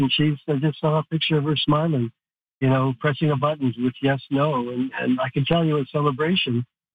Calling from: Chetwynd, British Columbia, Canada; I'm calling you from beautiful downtown Chetwynd, population maybe 2,500 in northern BC.

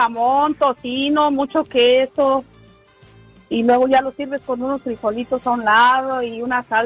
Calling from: Jalisco, Mexico; De Jalisco.

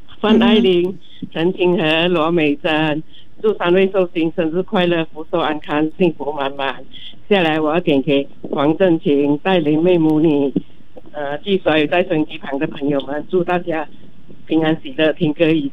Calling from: Shanxi, China; 我是来自山西三年的

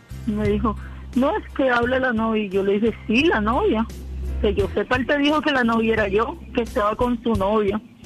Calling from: Riohacha, La Guajira, Colombia; soy de La Guajira.

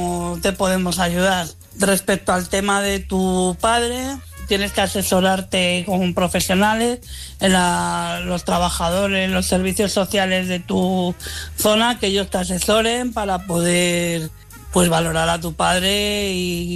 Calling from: Madrid, Community of Madrid, Spain

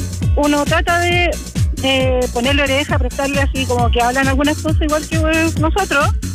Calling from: Chile; primera vez que salía fuera de Chile y echaba mucho de menos Chilito porque somos muy sociables nosotros, muy buenos para hablar.

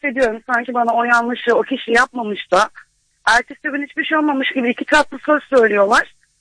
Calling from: Osmaniye, Turkey; Osmaniye'den arıyorum.

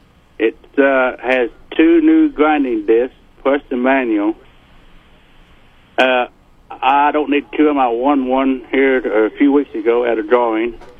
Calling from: Carrollton, Missouri, United States; I'm calling from Carlton.

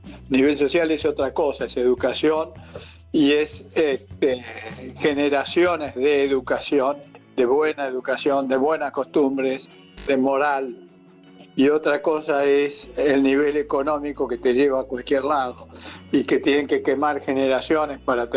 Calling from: Tortuguitas, Buenos Aires Province, Argentina; de Tortuguitas.

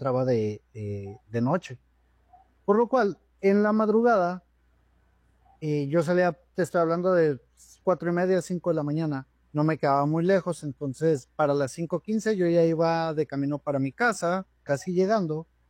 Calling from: Lerdo, Durango, Mexico; En Ciudad Lerdo, Durango.

